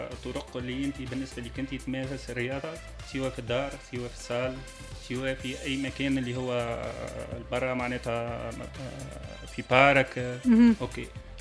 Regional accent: Tunisia; في تونس نحن

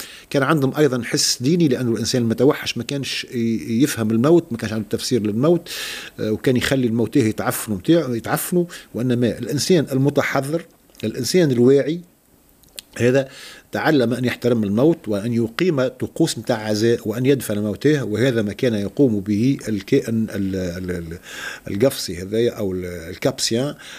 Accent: Tunisia; عندنا في تونس

